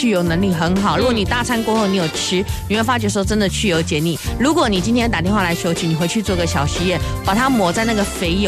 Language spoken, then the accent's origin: Chinese; Taiwan; 而且我们台湾人罹患大肠癌几率实在太高了